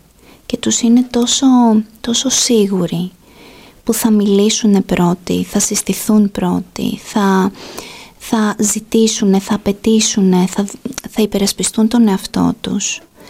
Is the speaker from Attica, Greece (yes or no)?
no; Corinth, Peloponnese, Greece; now in Ioannina, Greece; εγώ, που είμαι από την Κόρινθο και έχτισα τη ζωή μου στα Γιάννενα